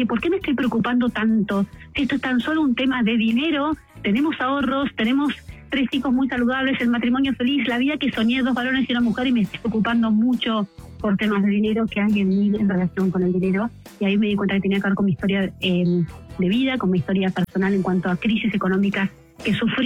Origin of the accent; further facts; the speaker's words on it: Argentina; moved away; also born or lived in England / Chile; yo soy argentina, viví 9 años en Inglaterra y tuvimos a nuestros primeros 2 hijos, después en Chile.